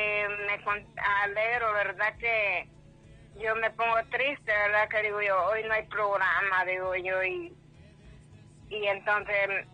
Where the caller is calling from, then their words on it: Tegucigalpa, Francisco Morazán, Honduras; La llamo de aquí de Villanueva, sector 7A.